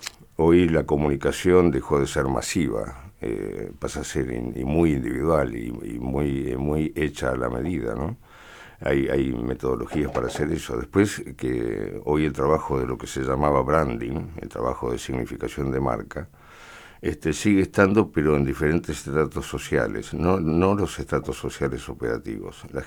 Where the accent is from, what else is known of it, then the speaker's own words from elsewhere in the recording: Spain; Soy español.